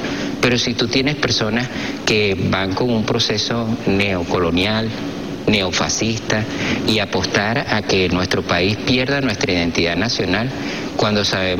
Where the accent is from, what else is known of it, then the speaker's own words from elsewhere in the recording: Venezuela; es la razón de existencia de un país que somos nosotros, todos los venezolanos.